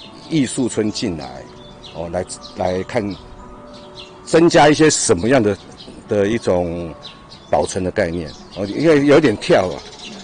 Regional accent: Taipei, Taiwan; 那我们家超民国36年就住在这里了，那我在这边出生哦

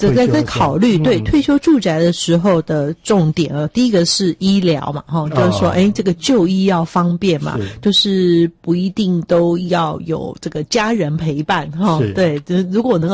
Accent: Taipei, Taiwan; 比如说像我是台北人， 欸，其实我这一辈子都在台北，我念书也在台北，就业也在台北，其实是很少离开台北市。

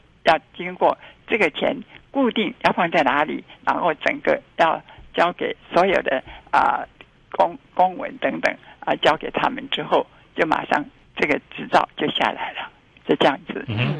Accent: Taipei, Taiwan; 我不是在小时候住在这个菜市场、建成市场的时候常听到的街道，叫做赤峰街。

